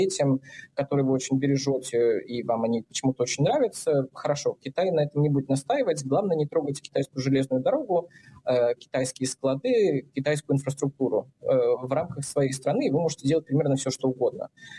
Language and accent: Russian; Russia; я из России